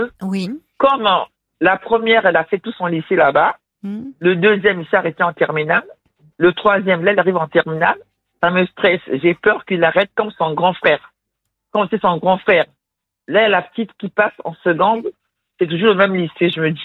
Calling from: Nouvelle-Aquitaine, France; Quand je leur dis que je suis en Gironde

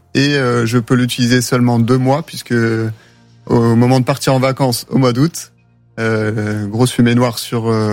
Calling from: Montauban, Occitanie, France; moi j'habite à Montauban, alors que mes parents et le garage se trouvent dans le Val d'Oise.

